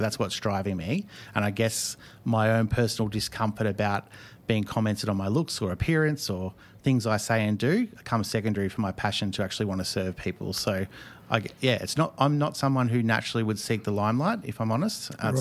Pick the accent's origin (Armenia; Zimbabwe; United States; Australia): Australia; Bendigo, Victoria; Growing up in Bendigo